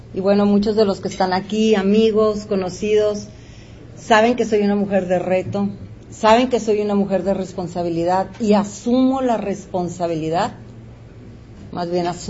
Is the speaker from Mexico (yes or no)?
yes; Mexicali, Baja California, Mexico; Aunque somos de Baja California y somos los más alejados del resto del país